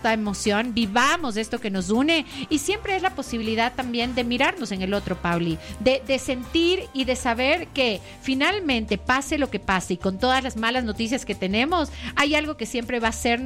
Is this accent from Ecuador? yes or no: yes; Ecuador